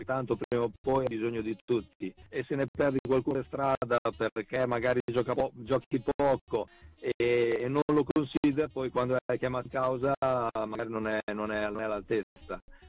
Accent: Emilia-Romagna, Italy; sono emiliano

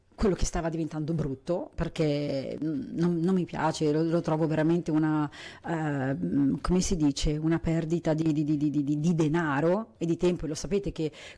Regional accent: northern Italy, Italy; anch'io che sono una polentona

